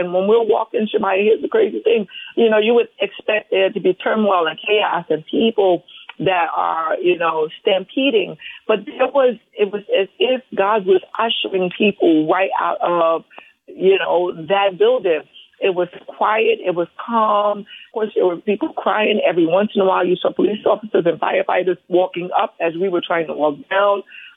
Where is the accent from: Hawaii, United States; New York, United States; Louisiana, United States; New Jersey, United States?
New Jersey, United States; Jersey City; Jersey City is where I grew up in New Jersey.